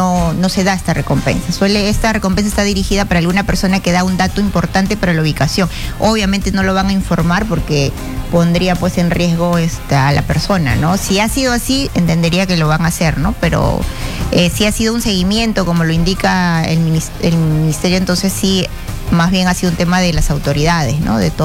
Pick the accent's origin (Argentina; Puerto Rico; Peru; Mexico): Peru